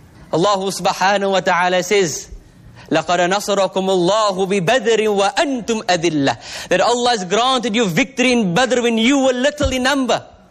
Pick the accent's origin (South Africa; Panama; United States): South Africa; we are here as South African Muslims